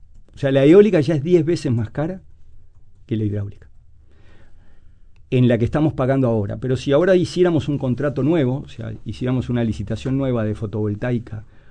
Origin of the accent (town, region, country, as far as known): Uruguay